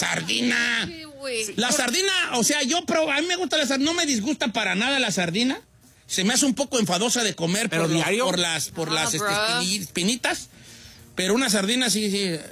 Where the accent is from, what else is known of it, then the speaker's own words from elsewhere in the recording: Michoacán, Mexico; Hasta yo que soy de Michoacán voy a defender eso.